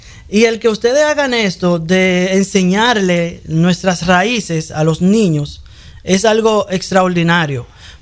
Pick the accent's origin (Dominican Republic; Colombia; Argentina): Dominican Republic; moved away; en mi país, voy a hablar de República Dominicana